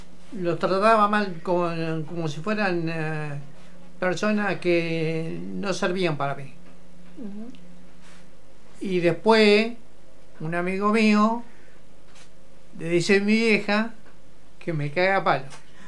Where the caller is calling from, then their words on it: Gualeguaychú, Entre Ríos, Argentina; Allá en Gualeguaychú de Río, pues yo soy de Gualeguaychú de Río.